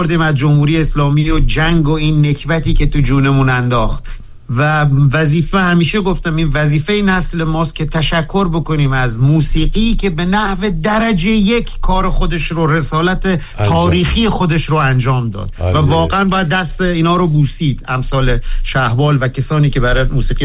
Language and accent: Persian; southern Iran, Iran; من تو جنگ بزرگ شدم، تو جنوب، متولد 58 ام.